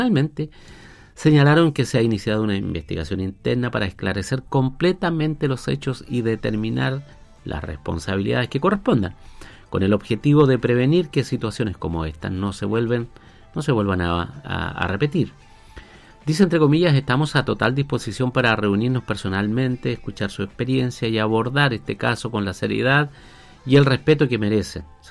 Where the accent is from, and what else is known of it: Chile